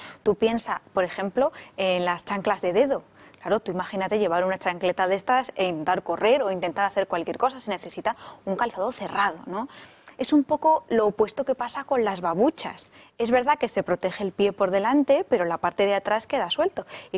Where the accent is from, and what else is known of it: Spain